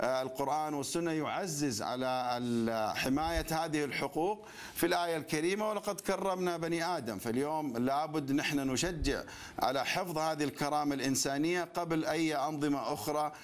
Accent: Saudi Arabia; عندنا في المملكة العربية السعودية

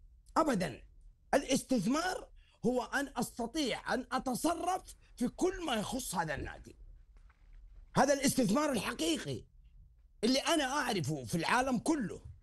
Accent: Saudi Arabia; أنا أقول لك الأندية جميعها عندنا في المملكة العربية السعودية

